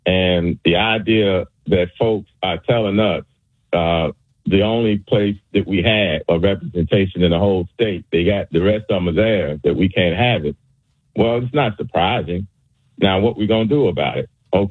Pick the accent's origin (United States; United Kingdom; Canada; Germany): United States; Chicago, Illinois; born there; I was born in Chicago